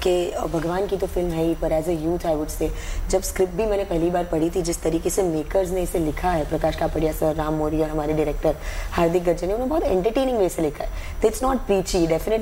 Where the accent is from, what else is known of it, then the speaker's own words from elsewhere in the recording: Gujarat, India; मेरे लिए एक्चुअली, मैं गुजरात से हूँ तो ऑफकोर्स हम घर के बाहर निकलते थे जय श्री कृष्ण बोल के ही निकलते